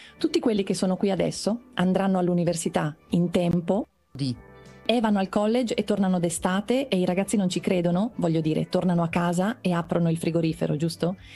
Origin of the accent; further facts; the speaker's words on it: Mexico; accent: Mexican; a causa del mio accento, sanno che sono messicano.